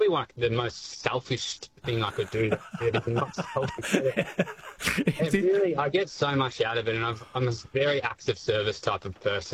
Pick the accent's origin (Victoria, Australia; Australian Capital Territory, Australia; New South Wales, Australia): Victoria, Australia; Rokeby; at the local market just in Rokeby, my hometown.